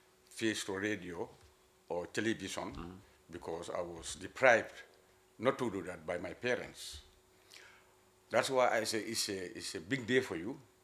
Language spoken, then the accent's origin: English; North Bank, Gambia; born and raised in Badibu.